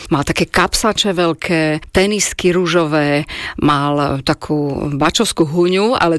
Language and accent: Slovak; Stropkov, Prešov Region, Slovakia; Na Strojníckej škole v Prešove vytvorili odevnú školu. Tam som začala, zo Stropkova som sa tam presťahovala na internát a tam som študovala.